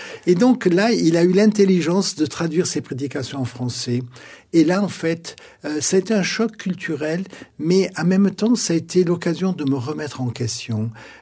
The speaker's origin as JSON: {"language": "French", "town": "Marseille", "region": "Provence-Alpes-Côte d'Azur", "country": "France", "tie": "born there", "said": "Mes parents sont nés en France, je suis né en France, à Marseille. J'ai fait un travail sur moi-même d'intégration à la société française."}